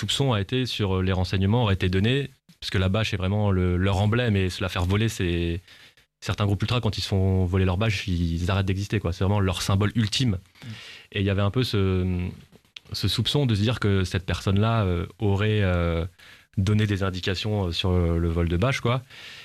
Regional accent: Metz, Grand Est, France; Moi, je suis originaire de Metz.

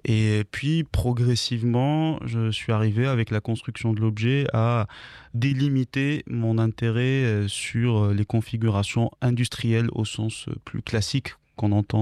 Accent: Tunisia; moi, j'avais 18 ans en 2011 quand il y a eu la révolution. Je suis tunisien

